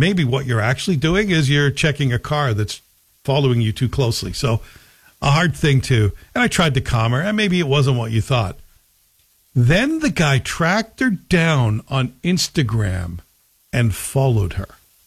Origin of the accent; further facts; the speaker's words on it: Canada; Anyway, I was proud to see a fellow Canadia